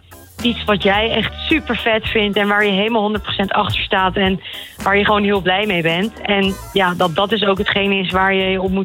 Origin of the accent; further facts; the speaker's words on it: Haastrecht, South Holland, Netherlands; ik kom wel uit een dorp waar ook ieder jaar een kermis was.